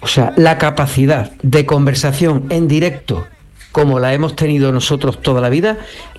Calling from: Cádiz, Andalusia, Spain; de Cádiz.

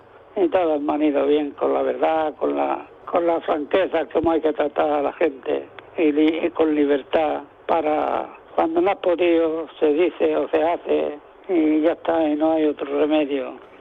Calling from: Almuñécar, Andalusia, Spain; de Almuñécar

